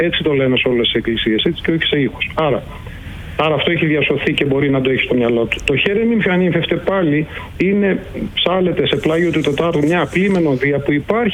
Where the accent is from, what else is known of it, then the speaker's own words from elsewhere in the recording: Tripoli, Peloponnese, Greece; στη Τρίπολη, που είναι η πατρίδα μου